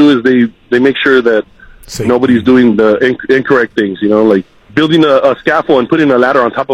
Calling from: Los Angeles, California, United States; from Boy Heights.

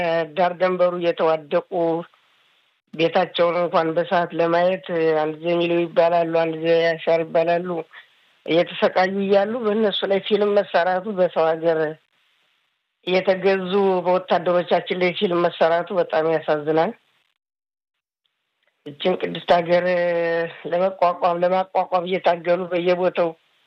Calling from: Beersheba, Southern District, Israel

